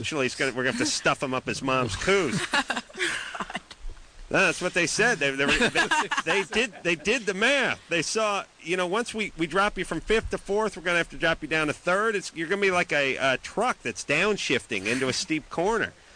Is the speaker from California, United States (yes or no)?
yes; North Hollywood, California, United States; North Hollywood? Yeah. That's my hometown.